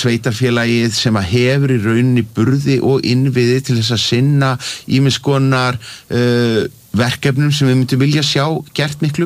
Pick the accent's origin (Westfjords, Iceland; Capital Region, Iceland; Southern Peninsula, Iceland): Capital Region, Iceland; Reykjavík; ég ólst upp í Vesturbænum í Reykjavík og er í sko 1000 barna melaskóla